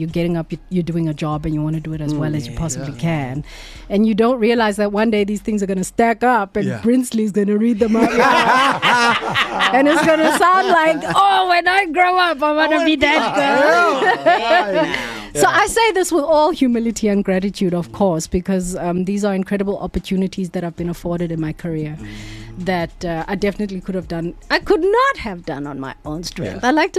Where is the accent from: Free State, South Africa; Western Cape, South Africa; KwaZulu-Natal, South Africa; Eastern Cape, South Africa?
Eastern Cape, South Africa; Makhanda; born or raised there; moved away